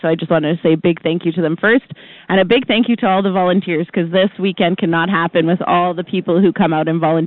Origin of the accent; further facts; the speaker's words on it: Manitoba, Canada; now in Grandview, Canada; I grew up just outside of Winnipeg, so my friends usually come out.